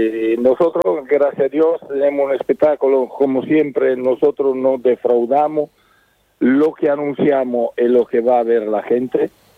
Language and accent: Spanish; Spain; accent: Italian; also born or lived in Italy; yo nací en Italia, soy español, mi padre español, mi madre española, y yo nací en Italia y por pocos años ha quedado el acento italiano.